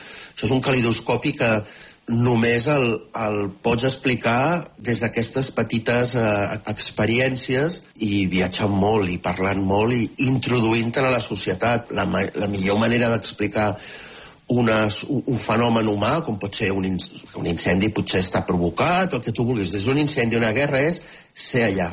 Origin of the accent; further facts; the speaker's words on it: Catalonia, Spain; now in Kyiv, Ukraine; sóc com a bon català, sóc molt boletaire